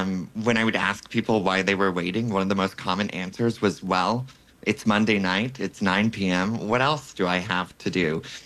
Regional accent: Tennessee, United States; I'm from Tennessee. I say inline.

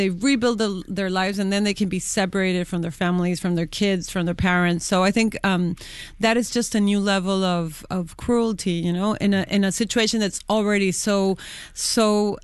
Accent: Tijuana, Baja California, Mexico; also born or lived in Buenos Aires; now in Mexico City, Mexico; I grew up seeing people migrating. I mean, I grew up in Tijuana, and being a border city, you're used to seeing those stories every single day.

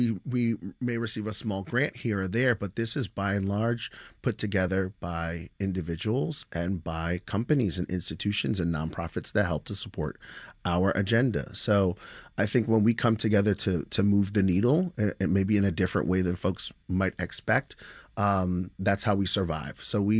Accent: New York, United States; It's New York City, so shout out to my hometown.

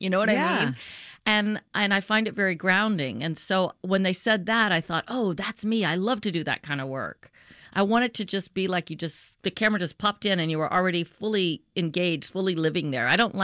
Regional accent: Louisiana, United States; I'm from Louisiana.

